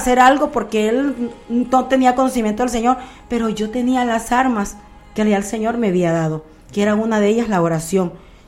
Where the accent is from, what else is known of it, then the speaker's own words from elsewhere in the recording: Honduras; moved away; Casa Salén, en Honduras, y luego se bautizó para un mes de marzo, por ahí. Y luego, en mayo nos venimos de Honduras. Venimos de Honduras